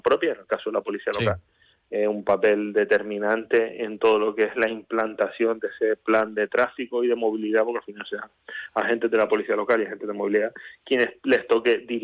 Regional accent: Canary Islands, Spain; como sabemos hacerlo los canarios.

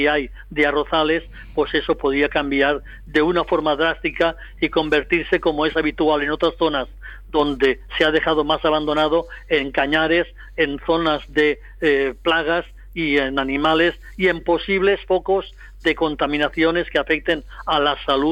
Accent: Valencian Community, Spain

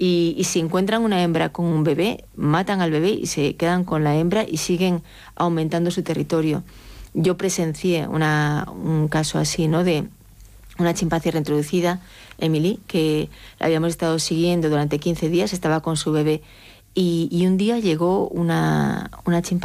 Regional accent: Galicia, Spain; Yo soy gallega, ¿no? Los gallegos estamos en Galicia. Bueno, yo no estoy en Galicia ahora, pero tenemos un... No tengo mucho acento, pero yo antes tenía acento.

